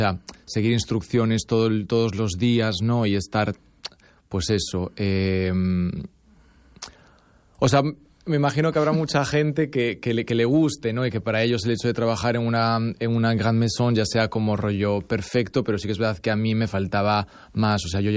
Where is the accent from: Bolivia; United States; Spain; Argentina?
Spain; A Coruña, Galicia; moved away; pues soy del norte de España, ¿sabes? Y me dicen, ¿del País Vasco? Y yo, no, del norte de España, más al oeste, ¿sabes? Encima de Portugal, porque si les dices Galicia no saben dónde está.